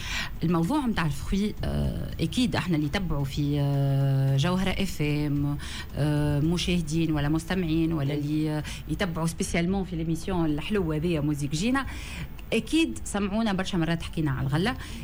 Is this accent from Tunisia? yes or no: yes; Tunisia